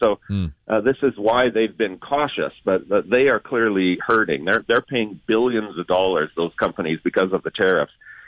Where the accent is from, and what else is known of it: Canada